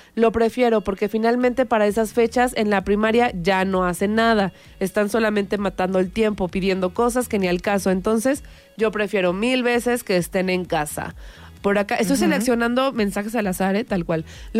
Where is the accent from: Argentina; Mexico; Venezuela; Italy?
Mexico; Otra cortina de humo ese mundial, pero bueno, somos mexicanos y nos gusta el fútbol.